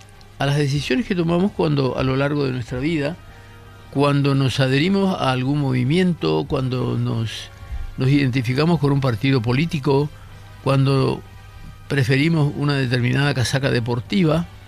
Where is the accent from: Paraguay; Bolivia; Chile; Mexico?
Paraguay; la verdadera unidad posible es la que nos consagra como paraguayos, esa representación original que adquirimos al momento de nacer